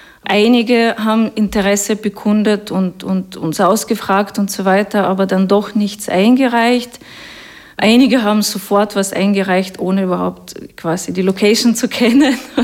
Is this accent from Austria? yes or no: no; Russia; moved away; ich komme aus Russland.